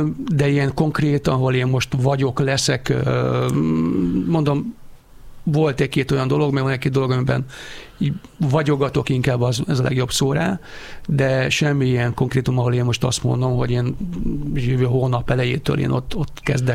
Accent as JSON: {"language": "Hungarian", "region": "Budapest", "country": "Hungary", "tie": "born or raised there", "said": "Hát én abszolút Budapesten születtem, meg éltem, meg dolgoztam egészen a Tatáig"}